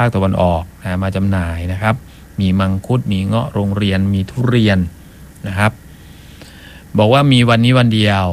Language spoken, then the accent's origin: Thai; Ubon Ratchathani, Thailand; คือเราเป็นคนอุบลพอรู้ถึงขั้นตอนตั้งแต่เริ่มต้นกว่าจะมาเป็นเทียนเนี่ย